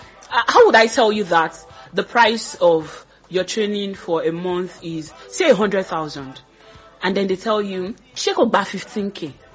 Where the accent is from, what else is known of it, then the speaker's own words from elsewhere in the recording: Abeokuta, Ogun, Nigeria; I'm from Abeokuta.